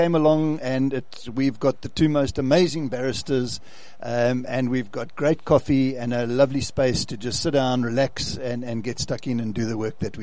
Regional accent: KwaZulu-Natal, South Africa; now in George, South Africa; We previously from KZN.

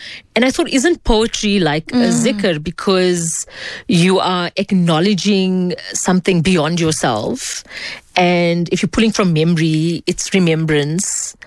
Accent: South Africa; born or raised there

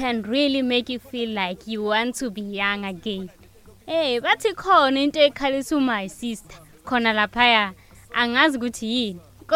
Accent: South Africa

